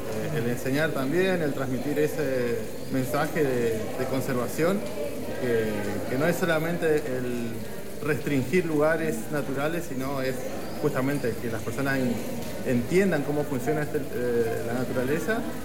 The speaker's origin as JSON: {"language": "Spanish", "region": "Tierra del Fuego", "country": "Argentina", "moved": "yes", "lives_now": "Misiones, Argentina", "said": "estoy estudiando la carrera de técnico universitario Guardaparque de la Universidad Nacional de Misiones y vengo desde Tierra del Fuego"}